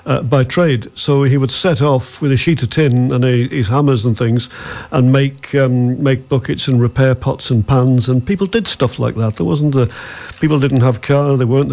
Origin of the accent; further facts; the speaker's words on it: County Donegal, Ireland; when I was growing up in Donegal at the time.